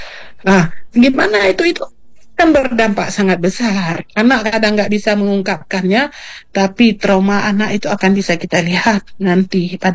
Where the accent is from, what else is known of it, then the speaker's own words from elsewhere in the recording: Aceh, Indonesia; dalam konsepsi kita sebagai orang Aceh ya khususnya